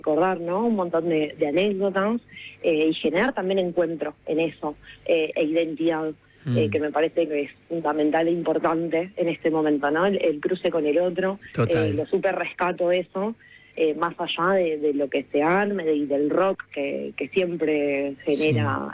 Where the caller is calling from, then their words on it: Ramos Mejía, Buenos Aires Province, Argentina; Yo soy de La Matanza, de Ramos Mejía.